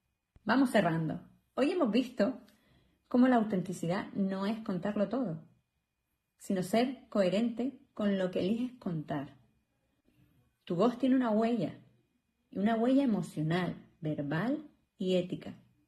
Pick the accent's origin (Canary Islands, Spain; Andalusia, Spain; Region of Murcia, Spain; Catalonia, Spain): Canary Islands, Spain; accent: Canarian; Yo soy canaria y tengo mi acento propio